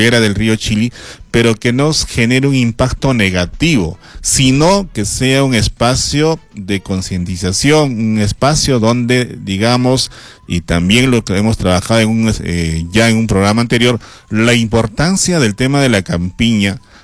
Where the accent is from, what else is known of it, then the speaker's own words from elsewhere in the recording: Arequipa, Peru; como ciudadanos, como arequipeños. Ahora que estamos en el mes de agosto, ahora que nos sentimos más arequipeños que nunca